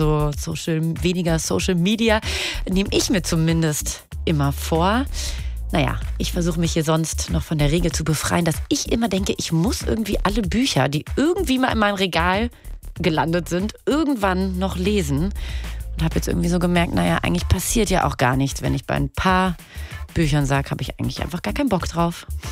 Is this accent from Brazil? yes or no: yes; Brazil; moved away; gebürtig aus Brasilien